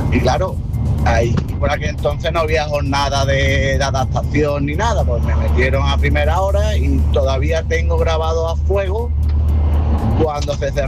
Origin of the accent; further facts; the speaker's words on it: Marbella, Andalusia, Spain; now in Málaga, Spain; yo me he criado en Marbella y yo puedo decir que yo he estudiado debajo de un colegio de pago. Cuando yo vivía en Marbella, allí por la zona del Ángel